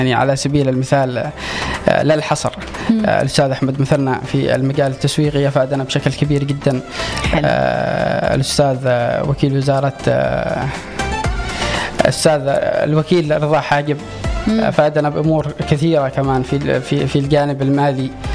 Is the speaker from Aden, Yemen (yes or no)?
yes; Aden, Yemen; عندنا في عدن أو في اليمن بشكل عام